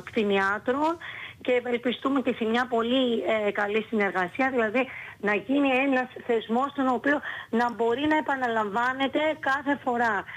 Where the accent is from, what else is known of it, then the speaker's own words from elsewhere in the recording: Rhodes, South Aegean, Greece; born there; also born or lived in Kastellorizo; Η μαμά μου δηλαδή και η γιαγιά μου είναι από εκεί και είναι στην ουσία η δεύτερη μου πατρίδα. Δηλαδή εκτός ότι έχω γεννηθεί στη Ρόδο, το Καστελόριζο είναι το νησί μου.